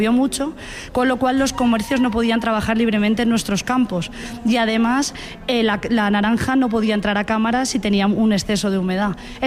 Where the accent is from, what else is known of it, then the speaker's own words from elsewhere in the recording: Valencia, Valencian Community, Spain; de Valencia, presidenta de del País Valencia, de FADEMUR.